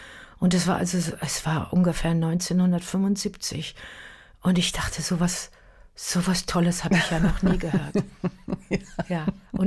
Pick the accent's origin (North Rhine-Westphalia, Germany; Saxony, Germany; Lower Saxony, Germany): North Rhine-Westphalia, Germany; Münster; Und wir waren in diesem Theater in Münster, meiner Heimatstadt